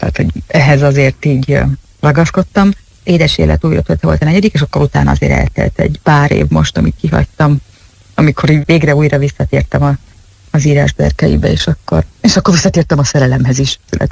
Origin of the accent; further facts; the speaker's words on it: Hungary; first language Hungarian; moved away as an adult; also born or lived in Budapest; now in Italy; magyar az anyanyelvem, tehát én magyarul szeretek írni.